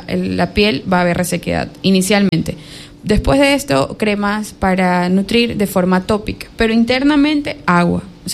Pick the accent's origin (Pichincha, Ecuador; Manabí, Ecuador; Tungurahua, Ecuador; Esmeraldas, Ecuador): Manabí, Ecuador; mi mamá es del campo, yo soy de Manabí